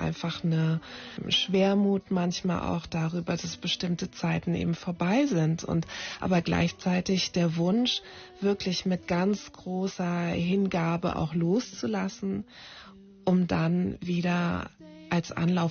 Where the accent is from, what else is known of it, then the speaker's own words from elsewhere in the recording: Germany; born there; Ich bin eben hier in Deutschland geboren, habe dort gelebt und bin ja dann eben wieder hierher gekommen.